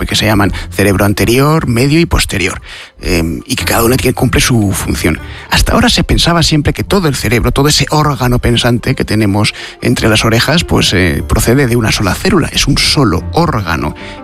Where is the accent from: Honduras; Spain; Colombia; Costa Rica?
Spain; Madrid, Community of Madrid; yo como madrileño tengo un 0,00177% de posibilidades de terminar siendo jurado en ese juicio.